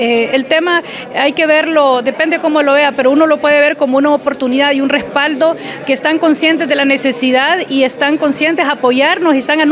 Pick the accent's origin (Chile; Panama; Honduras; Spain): Honduras; para que nosotros como país y como todo, como hondureños, seamos conscientes